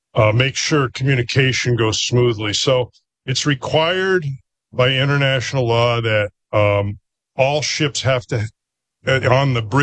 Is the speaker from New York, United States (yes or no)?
yes; Syracuse, New York, United States; also born or lived in Detroit; I'm from upstate New York. I'm from Syracuse.